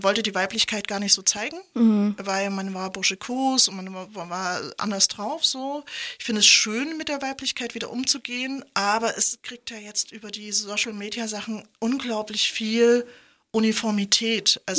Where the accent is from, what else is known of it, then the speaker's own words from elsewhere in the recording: eastern Germany, Germany; Ich bin ja im Osten groß geworden, also die ganzen Mütter haben gearbeitet, also bis auf, was weiß ich, 5%.